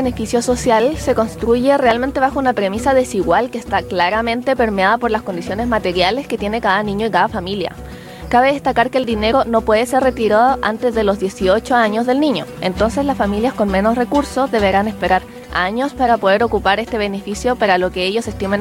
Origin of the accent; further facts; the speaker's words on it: Chile; por lo menos como chilenos